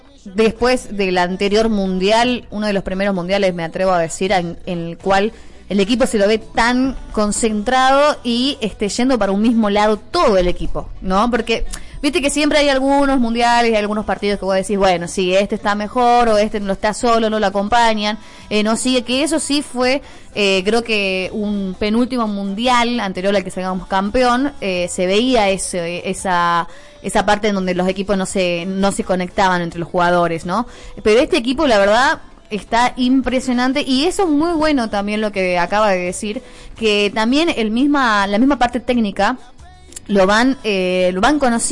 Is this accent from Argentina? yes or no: yes; Argentina; más siendo más argentinos que nunca